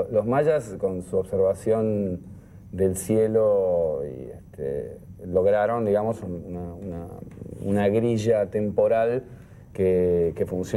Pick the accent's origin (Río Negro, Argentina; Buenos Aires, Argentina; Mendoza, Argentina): Buenos Aires, Argentina; born there; Nací en Barracas hace 46 años.